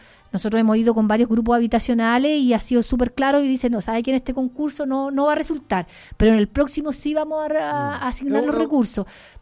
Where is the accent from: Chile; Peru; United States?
Chile